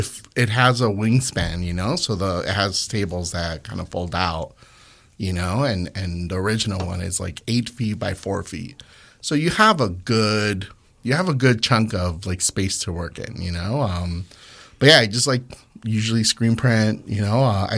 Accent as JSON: {"language": "English", "town": "Loma Dorada", "region": "Jalisco", "country": "Mexico", "tie": "born or raised there", "moved": "yes", "lives_now": "Chicago, United States", "said": "I grew up in Jalisco. I actually grew up in the a little town called Loma Dorada, which is right below Tonalá, which is like kind of the mecca of like clay and tin"}